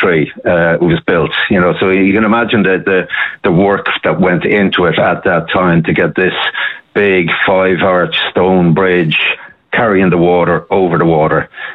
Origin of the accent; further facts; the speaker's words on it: Naas, Leinster, Ireland; I grew up in Naas in Kildare, and in Kildare, you know, you're never far from a canal in Kildare.